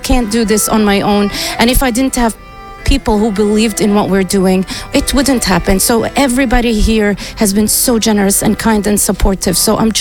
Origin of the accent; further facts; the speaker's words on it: Jordan; now in Aroostook County, United States; I am from Jordan, and … is a Jordanian name.